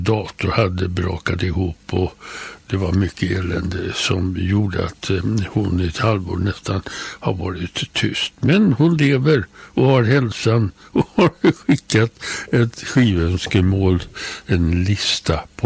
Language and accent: Swedish; Danderyd, Stockholm County, Sweden; vi hade vårt gäng i Danderyd där jag växte upp.